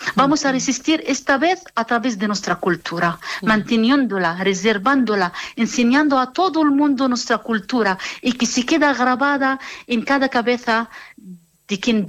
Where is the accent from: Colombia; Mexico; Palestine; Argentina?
Palestine; now in Navarre, Spain; Y yo como palestina